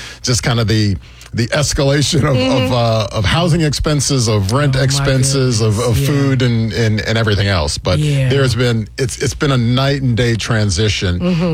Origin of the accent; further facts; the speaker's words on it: Michigan, United States; moved away as an adult; now in Jacksonville, United States; I grew up in Michigan, mm-hmm. and I went to the University of Michigan for a couple of years out of high school